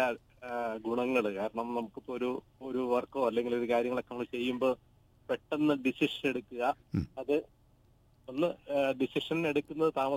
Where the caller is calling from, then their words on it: Thalayolaparambu, Kerala, India; സ്ഥലം തലയോലപ്പറമ്പ്.